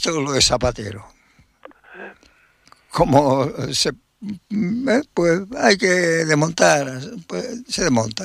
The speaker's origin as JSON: {"language": "Spanish", "region": "Canary Islands", "country": "Spain", "said": "yo soy de Lanzarote"}